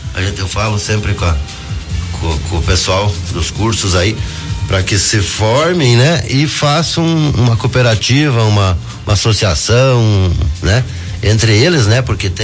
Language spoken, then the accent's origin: Portuguese; Mallet, Paraná, Brazil; sou nascido e criado aqui no Malé, né?